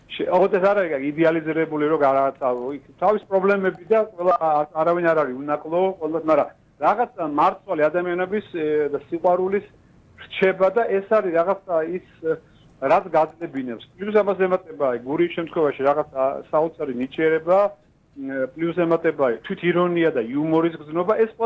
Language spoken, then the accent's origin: Georgian; Western Georgia, Georgia; also born or lived in Imereti / Adjara; დასავლეთ საქართველოს განსაკუთრებით, იმიტომ მე წარმოშობის იქიდან ვარ, იმართალია იმერეთთან აჭარიდან